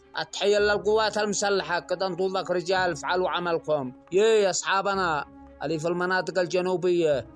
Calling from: Yemen; في حقنا كيمنيين

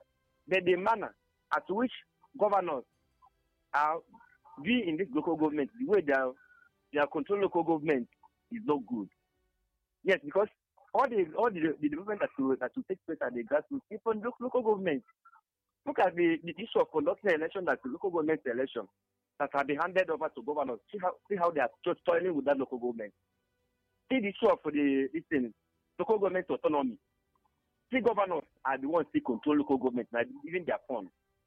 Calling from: Kogi, Nigeria; the chemistry teacher, calling from Olin, the Zagro Kogo State.

